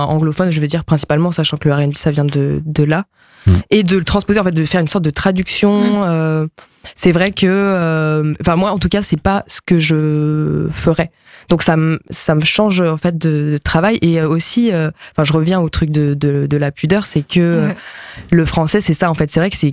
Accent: Pays de la Loire, France; first language Japanese; C'était vraiment ma langue maternelle, mais en fait, mes parents étaient en Belgique, ils ont bougé. À Nantes, à côté de Nantes quand j'avais 4 ans, donc oui, j'ai vraiment grandi.

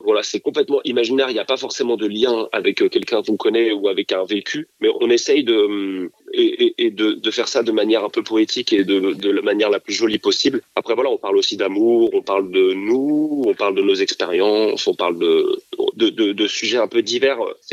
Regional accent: France; en tant que Français, faut chanter dans les règles avec le bon accent

